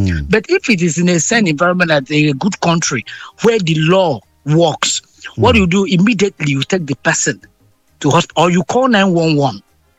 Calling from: South Korea; I'm calling you from South Korea.

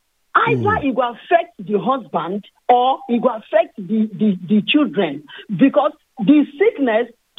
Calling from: Delta, Nigeria; I come from Delta State, Ndokwa East.

